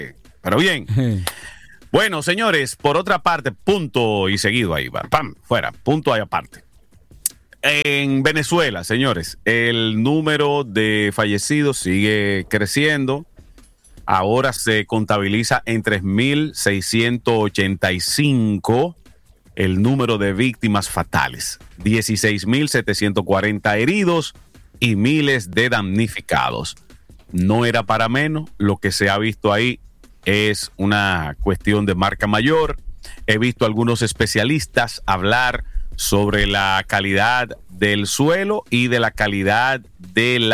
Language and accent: Spanish; Dominican Republic; moved away; somos todos dominicanos